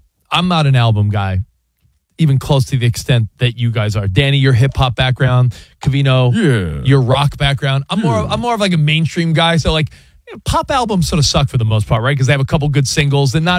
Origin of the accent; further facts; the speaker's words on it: East Coast, United States; growing up on the East Coast